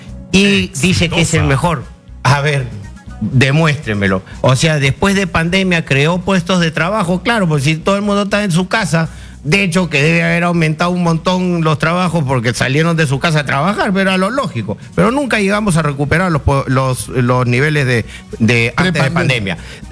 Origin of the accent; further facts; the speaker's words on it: Peru; Todos somos peruanos, todos queremos un país mejor